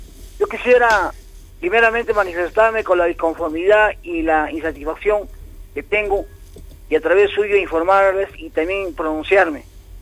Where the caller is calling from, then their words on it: Arequipa, Peru; soy de Cayoma, soy dirigente provincial